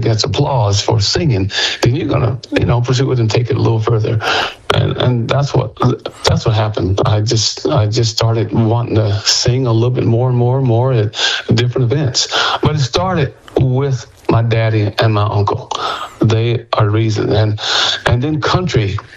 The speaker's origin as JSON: {"language": "English", "region": "New York", "country": "United States", "tie": "born there", "also_born_or_lived": "Texas", "moved": "as an adult", "lives_now": "Northern New Mexico, United States", "said": "dad had an opportunity to either go to San Antonio, Texas, or upstate New York, where there was some work opportunities, and he chose to go up there. And then after that, I moved back to Texas after college"}